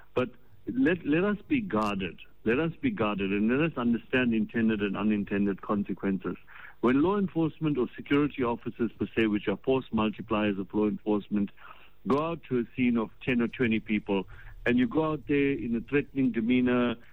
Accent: South Africa; We are all South African citizens who live in this country.

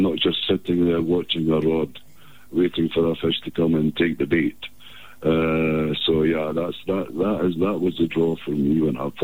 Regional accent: Scotland, United Kingdom; now in Dullstroom, South Africa; I'm actually from Scotland

